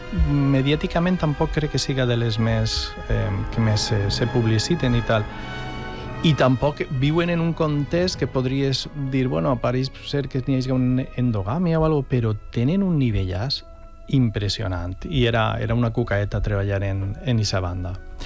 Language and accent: Catalan; Borriana, Valencian Community, Spain